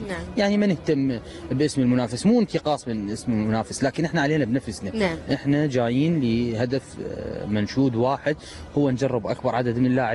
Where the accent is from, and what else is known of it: Iraq